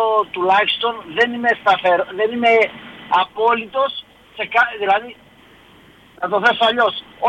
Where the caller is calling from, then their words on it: Germany; Σας μιλάω από Bluetooth γιατί είμαι σε φορτηγό, από Γερμανία παίρνω.